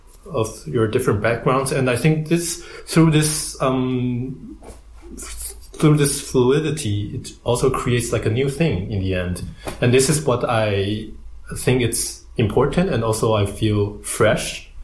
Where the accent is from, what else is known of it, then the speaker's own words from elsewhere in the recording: Taiwan; I'm traveling from Taiwan to here, and I met a lot of people